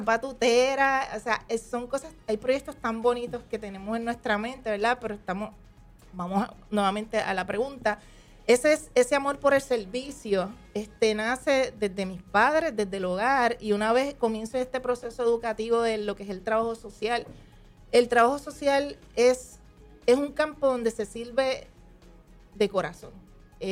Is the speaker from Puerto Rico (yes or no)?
yes; Luquillo, Puerto Rico; also born or lived in Fajardo; Pero criada en ese hermoso pueblo de Luquillo, donde tenemos unas playas hermosas y ahí cerquita del Yunque también unos campos hermosos. Tuve esa oportunidad de crecer allí.